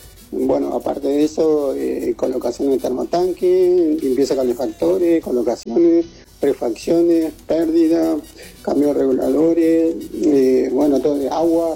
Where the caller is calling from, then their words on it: Viedma, Río Negro, Argentina; soy de Viedma